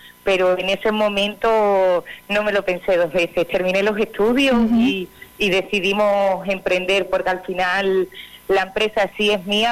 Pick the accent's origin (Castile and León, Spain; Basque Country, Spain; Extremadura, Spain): Extremadura, Spain; Calamonte; me di cuenta de que Arroyo, porque yo realmente soy de Calamonte, uh-huh.